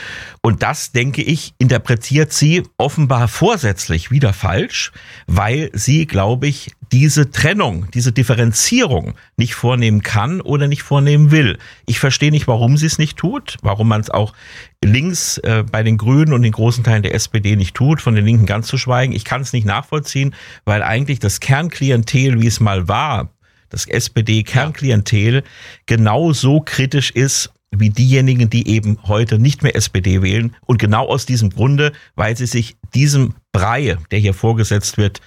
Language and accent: German; Germany; Also wenn wir als Deutsche manchmal kritische Worte finden, sind wir eher dabei, uns zurückzuhalten.